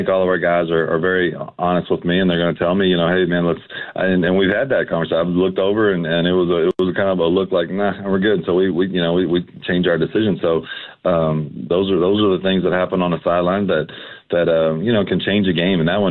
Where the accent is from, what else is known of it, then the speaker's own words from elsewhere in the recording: Louisville, Kentucky, United States; this is my city, you know. So I grew up in Louisville. So if I win or I lose, I'm still going to live in that city.